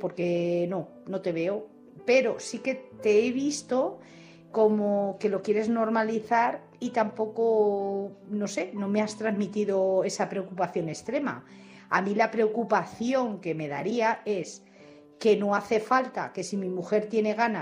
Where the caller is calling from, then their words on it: Madrid, Community of Madrid, Spain; de Madrid.